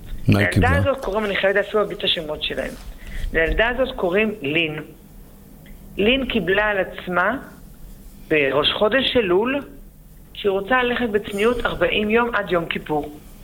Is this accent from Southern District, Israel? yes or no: no; Jerusalem, Jerusalem District, Israel; אני גדלתי במאה שערים. לא עשיתי שום דבר להיוולד שם. פשוט נולדתי לתוך זה.